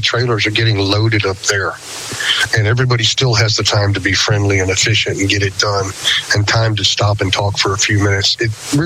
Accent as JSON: {"language": "English", "town": "Danville", "region": "Virginia", "country": "United States", "tie": "born or raised there", "said": "in my hometown right next to me in Danville, Virginia."}